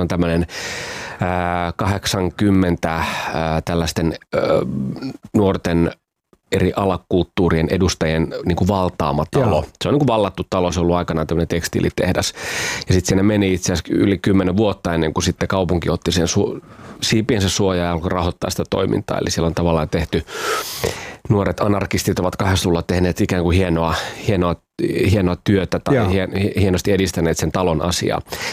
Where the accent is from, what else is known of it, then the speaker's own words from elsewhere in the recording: Pori, Satakunta, Finland; also born or lived in Kuorevesi; me muutettiin tosiaan silloin sieltä Kuorovedeltä Poriin ja mä aloitin tokaluokan siellä